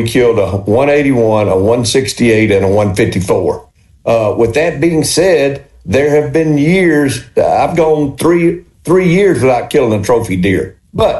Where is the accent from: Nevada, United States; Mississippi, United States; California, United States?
Mississippi, United States; I grew up in Walthall County on a farm